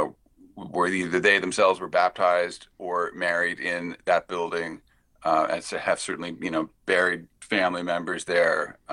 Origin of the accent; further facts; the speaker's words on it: Ontario, Canada; I was in Winterton a lot as a kid in the summers, even though I grew up in Ontario, but my mom is from Newfoundland.